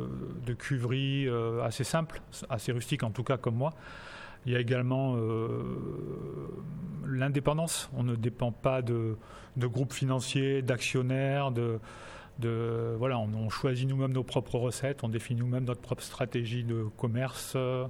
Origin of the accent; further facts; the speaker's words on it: France; now in Albi, France; Alors non, je ne suis pas originaire du Tarn, je suis originaire du Sud-Est. Et avant de m'installer dans le Tarn, j'étais quelques années à Toulouse.